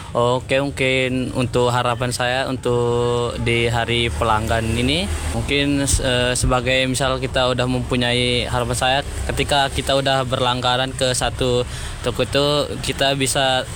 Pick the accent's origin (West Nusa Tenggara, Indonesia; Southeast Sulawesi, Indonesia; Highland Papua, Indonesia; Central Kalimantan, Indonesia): West Nusa Tenggara, Indonesia; East Lombok; asli Lombok Timur.